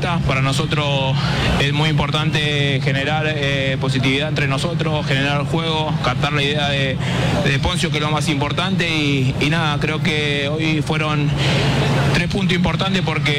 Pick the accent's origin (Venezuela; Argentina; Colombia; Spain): Argentina; como argentinos sabemos lo que es Leo para nosotros, es nuestra bandera